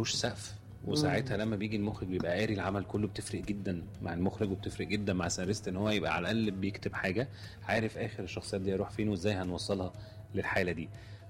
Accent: Egypt; واحنا عندنا في مصر

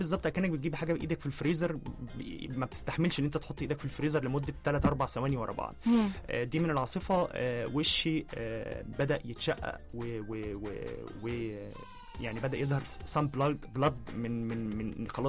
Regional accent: Egypt; لما يعرفوا ان انا مصري.

